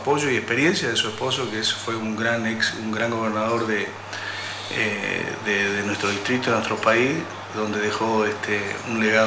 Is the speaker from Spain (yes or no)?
no; Argentina; born there; moved away; yo soy argentino, nacido en Argentina, he vivido 24 años acá, así que tengo mi corazón dividido, digamos, por el país donde nací, el país que me acogió con tanto cariño.